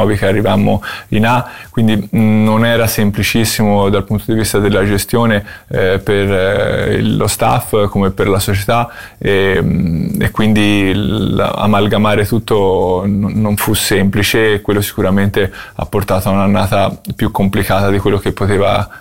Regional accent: Tuscany, Italy; la voce della Fiorentina è stata più forte da buon toscano e da babbo Dante

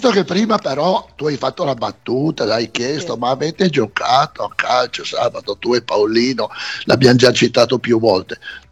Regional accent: Piedmont, Italy

